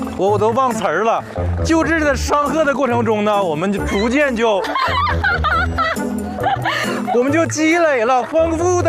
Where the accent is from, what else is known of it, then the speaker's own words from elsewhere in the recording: Panjin, Liaoning, China; 在我们盘锦这边